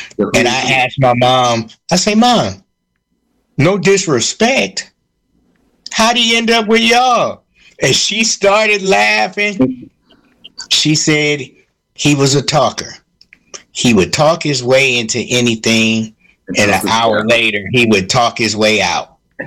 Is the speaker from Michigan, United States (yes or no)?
no; Oakland, California, United States; And my mother and father had a band that was really good. And, you know, growing up in Oakland … they all came to my dad's studio.